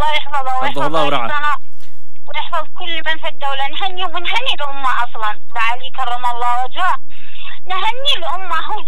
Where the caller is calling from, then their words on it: Yemen; احنا كيمنيين